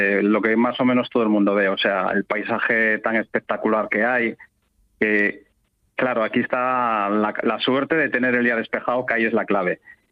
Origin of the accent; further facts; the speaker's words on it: Cangas del Narcea, Asturias, Spain; De mi tierra, esta vez, a la otra Cangas que tenemos, que es la de Onís.